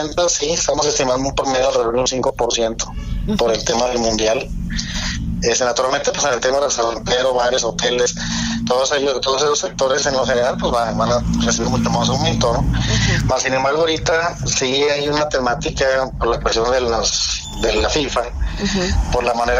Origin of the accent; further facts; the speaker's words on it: Mexico; en lo general somos mexicanos